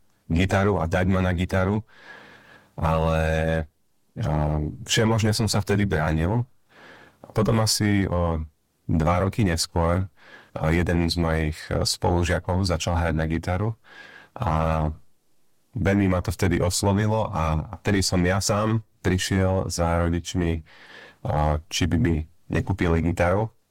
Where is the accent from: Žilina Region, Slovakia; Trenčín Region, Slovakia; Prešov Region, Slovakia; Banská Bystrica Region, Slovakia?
Prešov Region, Slovakia; Prešov; vyrastal som tu nedaleko na sídlisku Sekčov.